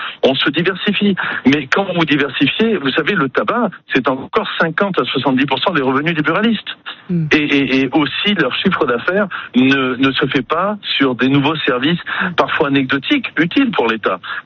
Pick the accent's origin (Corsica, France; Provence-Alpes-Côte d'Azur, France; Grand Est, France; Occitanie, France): Provence-Alpes-Côte d'Azur, France; Nice; Vous savez, je suis niçois.